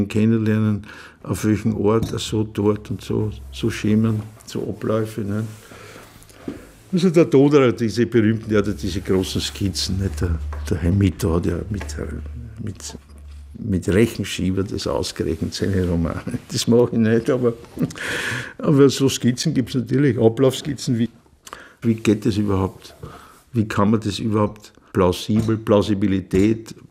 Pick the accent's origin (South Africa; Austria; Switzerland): Austria; Vienna; weil wir ja beide Wiener, ja, wie soll man sagen, die Lust am Fantasieren und dass man alles über drei Ecken, also alles metaphorisch ausdrückt und so, das lernt man halt als Kind in Wien, nicht?